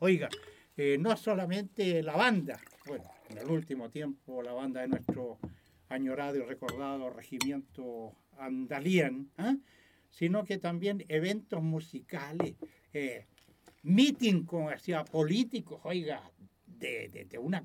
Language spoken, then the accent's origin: Spanish; Cauquenes, Maule, Chile; el de Francia se parece a algo al kiosco de Cauquenes. Yo siempre saco la cara y defiendo mi patria chica más que las otras